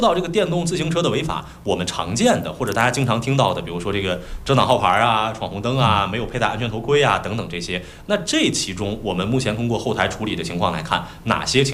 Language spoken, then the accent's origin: Chinese; northern China, China; now in Fuzhou, China; 因为我是北方人。